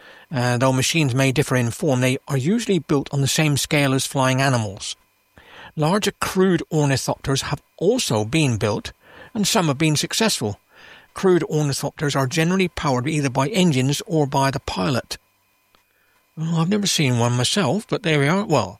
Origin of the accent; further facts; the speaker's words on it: England, United Kingdom; moved away; Now, you guys out there may have noticed that I'm actually from England originally, heap long time ago, but there we are, I am.